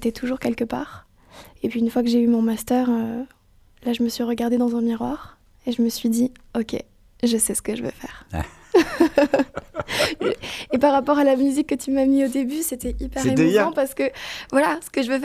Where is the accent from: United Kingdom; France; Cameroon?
France; Nîmes, Occitanie; born there; Je suis née à Nîmes